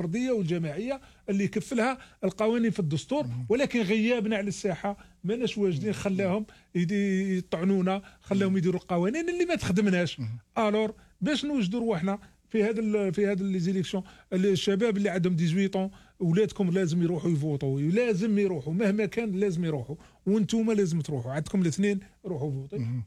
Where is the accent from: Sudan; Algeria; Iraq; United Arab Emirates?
Algeria; now in Canada; ما يهمناش كجزائريين ولا كجالية بل كمواطنين كنديين